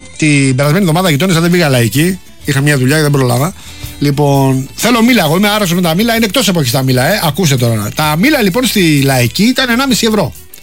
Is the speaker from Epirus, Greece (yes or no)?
no; Rafina, Attica, Greece; Τι γίνεται στην πατρίδα μου, στη Ράφινα, παιδιά?